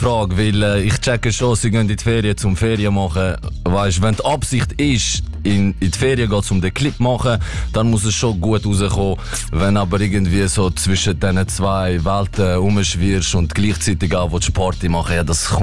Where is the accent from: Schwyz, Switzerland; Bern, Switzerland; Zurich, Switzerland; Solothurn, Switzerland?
Schwyz, Switzerland; Pfäffikon; ich komme aus Pfäffiger Schweiz, ich bin 22.